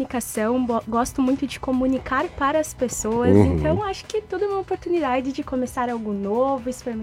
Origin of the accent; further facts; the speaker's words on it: Pelotas, Rio Grande do Sul, Brazil; now in Jaraguá do Sul, Brazil; eu sou do Rio Grande do Sul, Pelotas.